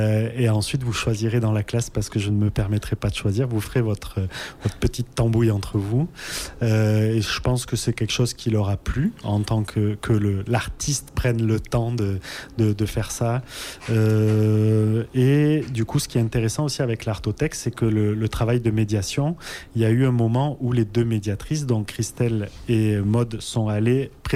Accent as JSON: {"language": "French", "region": "Occitanie", "country": "France", "tie": "born or raised there", "moved": "yes", "said": "Moi, je suis originaire du Lot. Donc, quand je rentre chez mes parents ou quand je vais dans mon village d'origine, je passe pas très loin."}